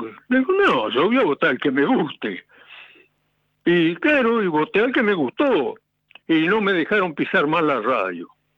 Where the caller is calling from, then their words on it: Argentina; yo nací en cualquier lado. Yo soy un argentino que, este es mi país